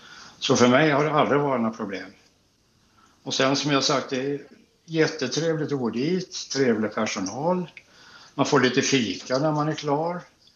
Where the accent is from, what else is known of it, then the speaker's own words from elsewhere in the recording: Gothenburg, Västra Götaland County, Sweden; Som göteborgare så … naturligtvis.